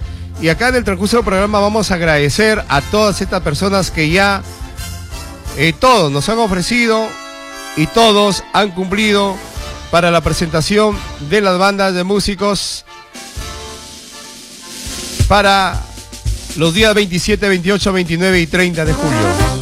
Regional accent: Quiruvilca, La Libertad, Peru; como quiruiquinos, hemos nacido, hemos crecido, hemos vivido gran parte de nuestra vida en Quiruvica y lo seguimos haciendo.

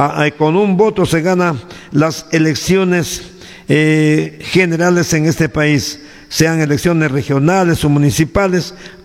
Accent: Peru; A mí, prácticamente como ciudadano peruano

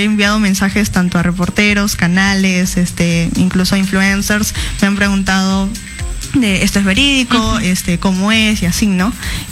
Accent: Peru; Peruanos, somos muchas chicas

